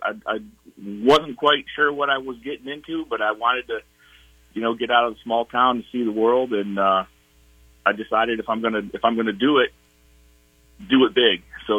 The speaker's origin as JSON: {"language": "English", "town": "Cohocton", "region": "New York", "country": "United States", "tie": "born or raised there", "moved": "as an adult", "said": "I grew up in Cohocton, New York, just about an hour south on 390. Graduated Cohocton High School, you know, played three sports, then left Cohocton for the military in 91"}